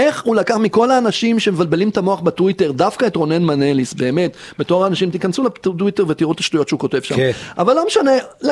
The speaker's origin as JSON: {"language": "Hebrew", "town": "Tel Aviv", "region": "Tel Aviv District", "country": "Israel", "tie": "born or raised there", "said": "אני שם גדלתי."}